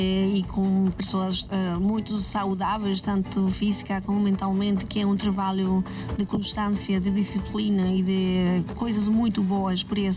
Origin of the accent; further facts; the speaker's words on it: Mexico; Portuguese is a second language; now in Portugal; o meu México está no coração e o Portugal na minha terra, mas é, também é o meu coração, mas é a minha terra também agora, é a minha casa